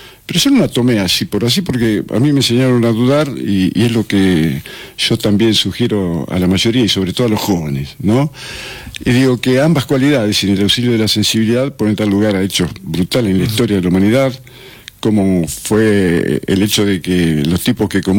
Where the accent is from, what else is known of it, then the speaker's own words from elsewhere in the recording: Argentina; yo soy hijo de una familia católica, ¿cómo se dice? Católica, apostólica y romana. No sé por qué, porque somos argentinos